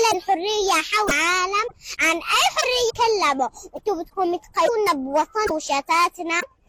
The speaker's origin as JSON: {"language": "Arabic", "town": "Gaza", "region": "Gaza Strip", "country": "Palestine"}